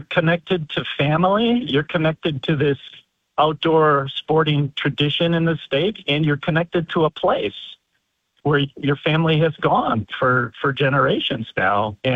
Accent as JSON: {"language": "English", "region": "Wisconsin", "country": "United States", "tie": "born or raised there", "said": "I grew up in Racine County, Steve. So we, and at a time when there weren't that many deer down there, but I used to just dream about deer hunting in northern Wisconsin."}